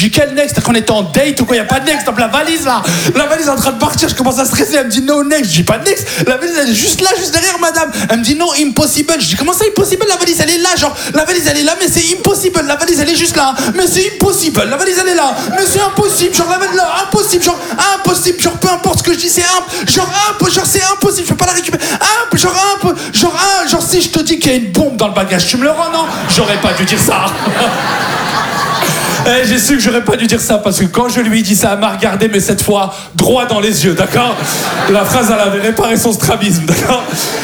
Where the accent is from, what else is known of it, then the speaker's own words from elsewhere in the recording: France; je lui dis, je suis français.